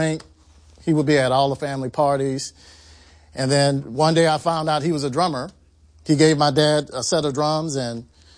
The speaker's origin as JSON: {"language": "English", "town": "New Orleans", "region": "Louisiana", "country": "United States", "tie": "born or raised there", "said": "I played in my concert band at Phillips Elementary School. I grew up in the St. Bernard Projects."}